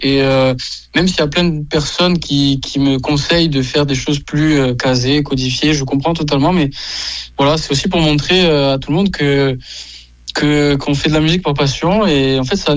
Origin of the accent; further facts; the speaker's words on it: Corsica, France; actuellement je vis en Corse, je sais pas si je ferai encore toute ma vie ici